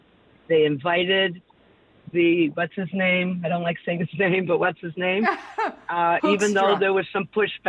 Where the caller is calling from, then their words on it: Canada; Very, very proud to be Canadian.